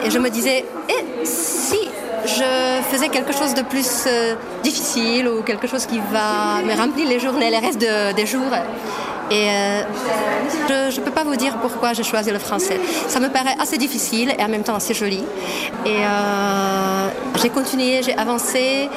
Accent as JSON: {"language": "French", "town": "Český Těšín", "region": "Moravian-Silesian Region", "country": "Czechia", "also_born_or_lived": "Ostrava", "second_language": "French", "said": "je viens de la ville de Český Těšín et je travaille au lycée Josef Božek dans la même ville. Je ne suis pas née à Český Těšín, mais je suis née à Ostrava, donc c'est à 30 km de là-bas."}